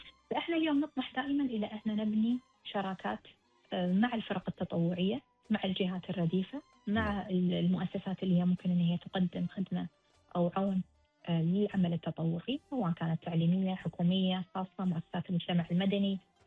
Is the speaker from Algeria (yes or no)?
no; Kuwait; ثقافة إحنا كشعب كويتي مجبولين عليها